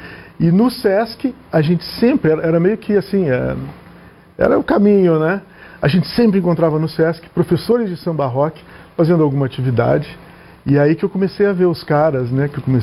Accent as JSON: {"language": "Portuguese", "town": "Porto Alegre", "region": "Rio Grande do Sul", "country": "Brazil", "moved": "as an adult", "lives_now": "São Paulo, Brazil", "said": "Eu sou gaúcho, de Porto Alegre."}